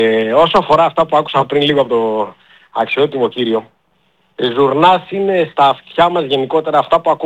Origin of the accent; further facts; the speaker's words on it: Macedonia, Greece; γιατί και εγώ είμαι Μακεδόνας και πρέπει να θυμόμαστε τις ρίζες μας.